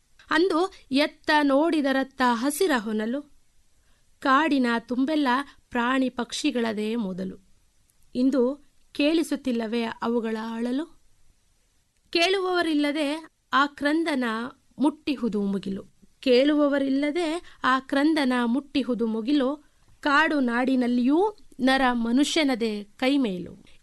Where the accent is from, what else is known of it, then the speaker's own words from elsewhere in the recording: Nanjangud, Karnataka, India; ನಾನು ಮೈಸೂರು ಜಿಲ್ಲೆಯ ನಂಜನಗೂಡಿನವಳು. … ಹಾಗೂ ತಾಯಿ ಕಮಲಾಕ್ಷಮ್ಮ. ನಾನು ಹುಟ್ಟಿದ್ದು ಬೆಳೆದುದ್ದು ಎಲ್ಲವೂ ನಂಜನಗೂಡಿನಲ್ಲೇ. ನನ್ನ ಪ್ರಾಥಮಿಕ ಶಿಕ್ಷಣದಿಂದ ಪದವಿ ಹಂತದವರೆಗೂ ಸಹ ನಾನು ನಂಜನಗೂಡಿನಲ್ಲೇ ಓದಿದ್ದು.